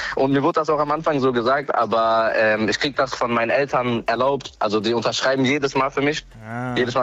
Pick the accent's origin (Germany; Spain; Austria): Germany; Bremen; born there; Ich bin Findorfer. Oho. Also, ich bin dort geboren.